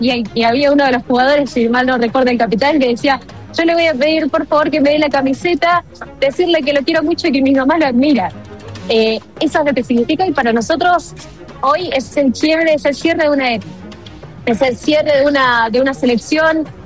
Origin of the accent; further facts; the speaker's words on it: Argentina; Nosotros aquí en la ciudad de Buenos Aires